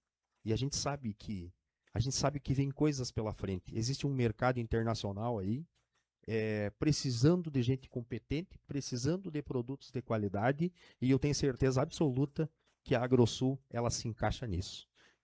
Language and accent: Portuguese; Rio Grande do Sul, Brazil